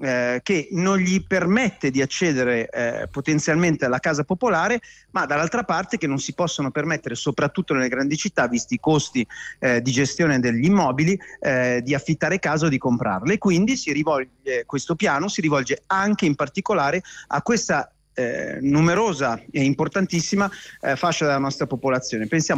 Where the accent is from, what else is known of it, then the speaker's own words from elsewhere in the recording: Milan, Lombardy, Italy; accent: Milanese; Io sono milanese, come sapete e sentite dal mio accento